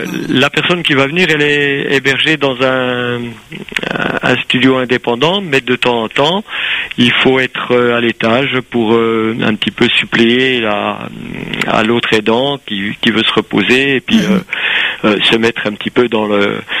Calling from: Perpignan, Occitanie, France; Moi, je suis à Perpignan.

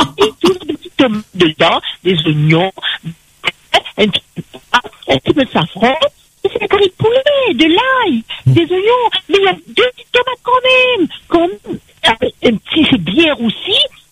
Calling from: Saint-Pierre, Réunion; J'appelle de Saint-Pierre.

